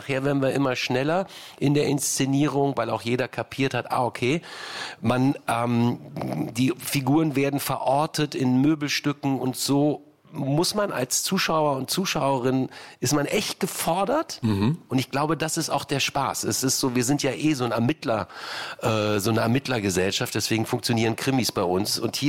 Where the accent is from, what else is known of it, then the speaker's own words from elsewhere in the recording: Düsseldorf, North Rhine-Westphalia, Germany; moved away as an adult; now in Berlin, Germany; Ich bin Düsseldorfer, ja. Ich bin Wahlberliner, seit 90.